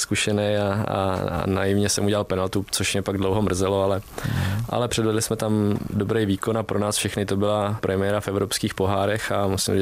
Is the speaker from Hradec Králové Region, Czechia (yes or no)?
no; Vysočina Region, Czechia; Ty kopce, co jsem vybíhal u nás na Vysočině, už jsou pase.